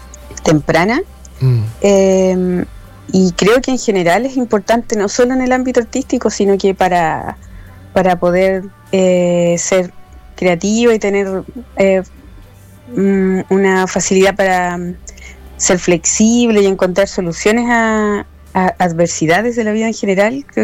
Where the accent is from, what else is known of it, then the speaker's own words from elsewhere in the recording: Temuco, Araucanía, Chile; now in Santiago, Chile; Ahora estoy en Temuco. Sí, ¿Temuco? Yo soy de Temuco, vivo en Santiago, pero soy de Temuco.